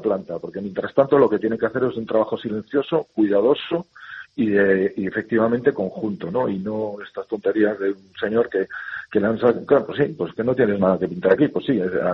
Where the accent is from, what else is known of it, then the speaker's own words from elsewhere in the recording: Vigo, Galicia, Spain; born there; yo nací en Vigo, que yo sepa es Galicia, ¿no?